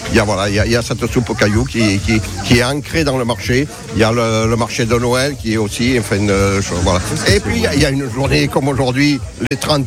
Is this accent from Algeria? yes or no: no; L'Isle-sur-la-Sorgue, Provence-Alpes-Côte d'Azur, France; Moi, je suis originaire du Petit Palais, j'ai des cerisiers au Petit Palais.